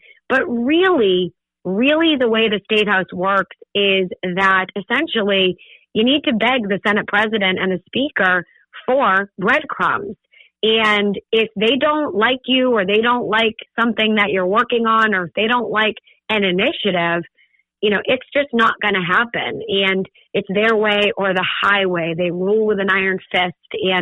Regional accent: Methuen, Massachusetts, United States; Massachusetts is my home state. I was born and raised in the Merrimack Valley area in the great city of Methuen. Yes, that's a place in Massachusetts, everybody. It is up on the New Hampshire border. and it's my hometown

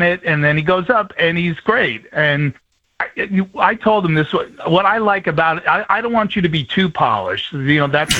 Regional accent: New Jersey, United States; Because Cleveland's just a natural punchline. I'm from Jersey.

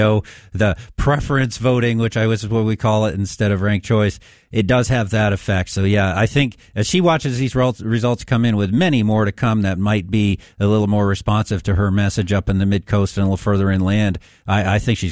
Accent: Maine, United States; I was looking at CD2, which is up in sort of my home country.

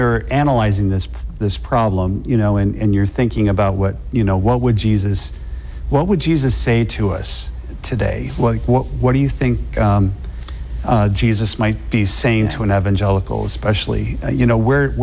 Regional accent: Michigan, United States; now in New York, United States; I'm a Michigander by background.

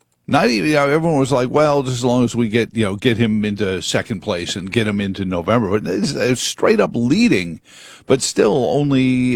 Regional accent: New York City, New York, United States; I grew up in New York City, and I lived through the Rudolph Giuliani election

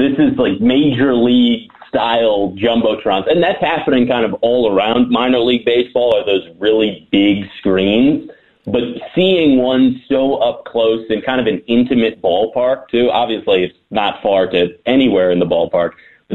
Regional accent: Chicago, Illinois, United States; also born or lived in Syracuse; now in Asheville, United States; I'm a Cubs fan. I was raised on the North Side.

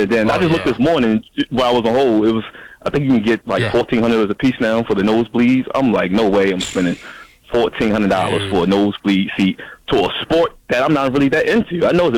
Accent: Baltimore, Maryland, United States; you know, I'm from Baltimore and I'm an Orioles fan.

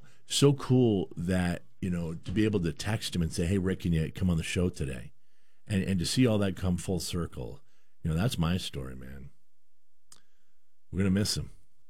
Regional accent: Bellingham, Washington, United States; because back when I was a kid here in town, I grew up in Bellingham.

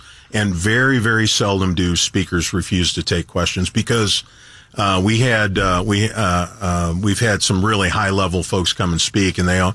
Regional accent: Missouri, United States; I'm a kid from St. Louis County, right?

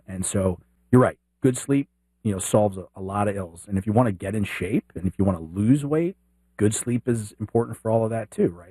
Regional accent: Dallas, Texas, United States; I was living in Dallas at the time. I was a kid. I grew up in Dallas.

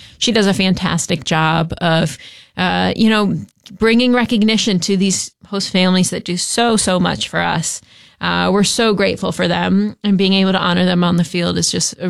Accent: Massachusetts, United States; moved away as an adult; I grew up in Western Mass.

